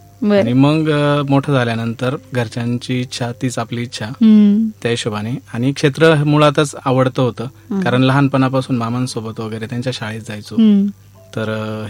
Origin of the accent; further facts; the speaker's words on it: Dhamori, Maharashtra, India; माझं गाव धामोरी, तालुका कोपरगाव, जिल्हा अहिल्यानगर.